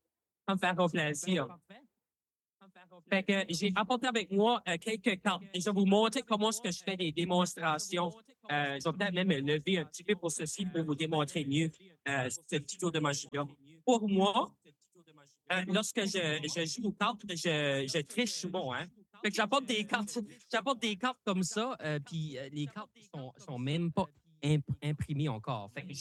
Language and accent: French; Saint-Antoine, New Brunswick, Canada; moved away as an adult; now in Dieppe, Canada; Je suis originaire de Saint-Antoine, un petit village, tout près de Moncton. Ça fait une quinzaine d'années que j'habite à Thiennes.